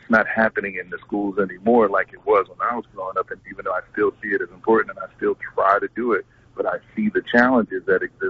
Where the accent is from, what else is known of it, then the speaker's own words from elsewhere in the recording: Philadelphia, Pennsylvania, United States; You know, one of the things about growing up in Philly that I really enjoyed was jazz education.